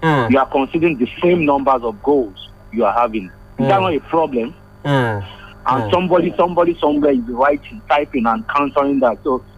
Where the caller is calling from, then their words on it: Ilorin, Kwara, Nigeria; From Tanke.